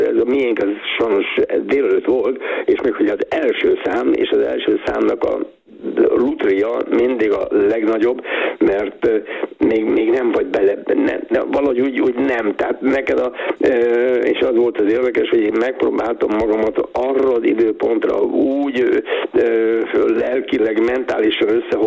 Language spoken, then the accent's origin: Hungarian; Hungary; ezt mi magyarok vagyunk, Magyarországra jöttünk